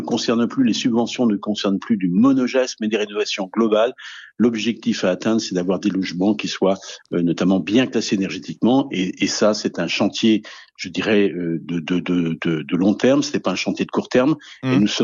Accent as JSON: {"language": "French", "region": "Brittany", "country": "France", "said": "Voilà, je suis breton, c'est pour ça que je suis un peu chauvin."}